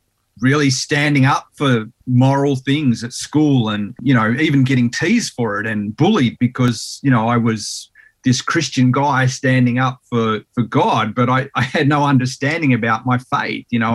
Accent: Sydney, New South Wales, Australia; also born or lived in Tasmania; I was born in Sydney in New South Wales and spent about 7 years there. Then we moved to Tassie for about 5 years, and we moved around a lot.

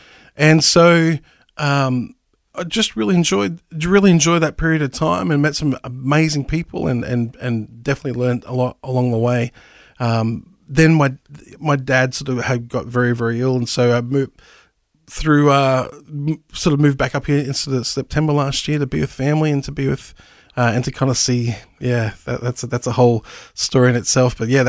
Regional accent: Brisbane, Queensland, Australia; So so I'm a Brisbane boy, born and bred. So very much a Queenslander. I identify as a Queenslander.

